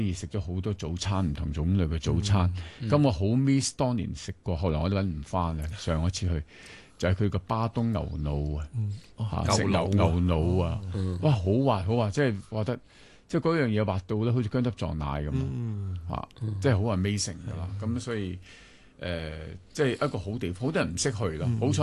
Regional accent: China; 咁即係因為我哋中國人咧，尤其細個嗰時，老師可能未必知嘅

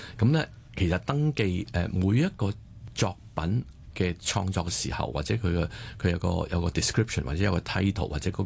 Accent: Hong Kong; 譬如我哋香港人嘅身份证就是、有个

